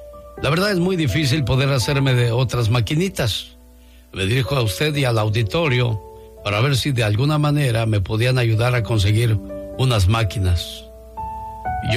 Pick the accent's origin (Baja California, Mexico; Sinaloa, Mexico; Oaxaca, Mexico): Baja California, Mexico; Tijuana; Soy de Tijuana